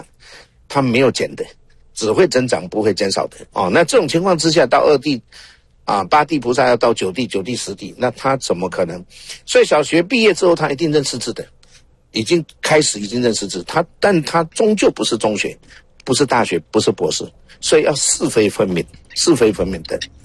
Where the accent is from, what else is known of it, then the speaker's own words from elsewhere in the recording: Taiwan; 因为我是台湾人